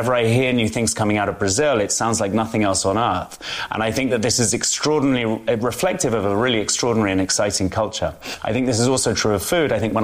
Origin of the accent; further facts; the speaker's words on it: London, United Kingdom; moved away; the neighborhood I grew up in South London is very heavily South American, but also quite heavily Portuguese.